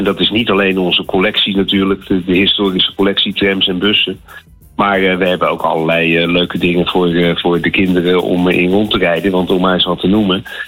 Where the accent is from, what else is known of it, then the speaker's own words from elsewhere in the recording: Rotterdam, South Holland, Netherlands; Ik ben ook Rotterdammer